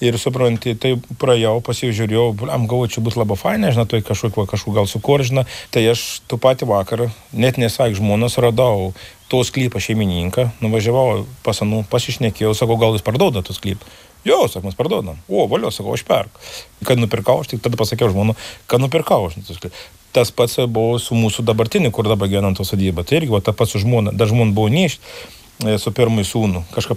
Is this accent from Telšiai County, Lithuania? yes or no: yes; Viekšniai, Telšiai County, Lithuania; Jo, aš esu Viekšnius, kadangi aš sakau, aš esu Viekšniškis ir aš kaip, nu, sakau visiems ir sakau, aš iš Viekšnių niekur nekuis nekels